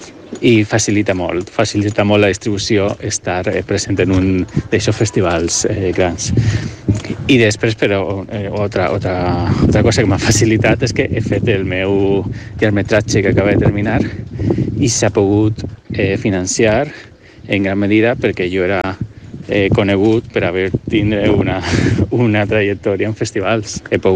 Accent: Elche, Valencian Community, Spain; Bé, jo soc d'Elx

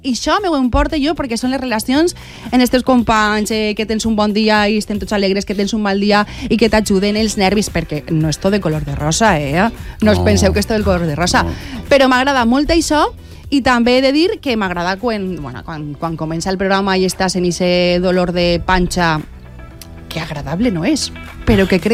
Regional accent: Puçol, Valencian Community, Spain; now in Quart de les Valls, Spain; Jo soc nascuda en Pusol i m'ha criat allí 6 anys, però jo després me n'he anat a viure a Quart de les Valls i ne porte 40 allí.

